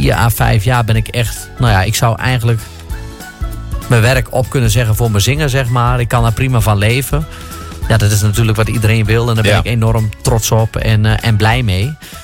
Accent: Drenthe, Netherlands; ik kom uit Drenthe.

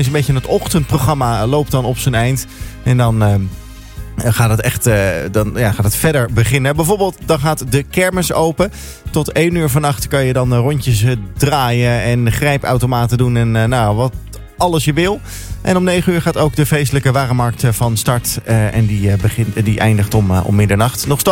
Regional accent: Leiden, South Holland, Netherlands; Het is een totaal andere rol, maar ik ben een Leidenaar.

